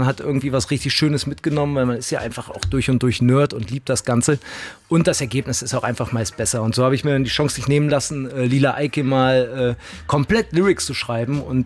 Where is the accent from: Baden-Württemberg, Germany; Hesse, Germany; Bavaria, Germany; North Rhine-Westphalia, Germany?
North Rhine-Westphalia, Germany; Cologne; Wir als Kölner, wir sind halt ein bisschen nerdig so, ne?